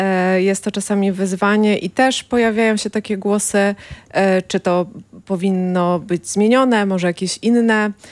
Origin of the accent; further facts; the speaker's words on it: Germany; now in Poland; wychowałam się w Niemczech